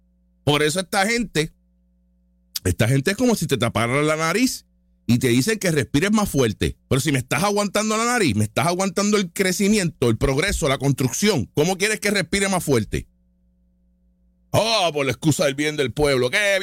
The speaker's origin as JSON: {"language": "Spanish", "country": "Puerto Rico", "said": "Yo soy puertorriqueño americano, moderno, de ahora."}